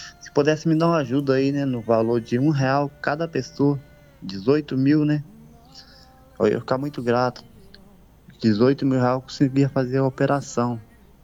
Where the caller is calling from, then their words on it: Rondônia, Brazil; Sim, eu sou de Rondônia, né?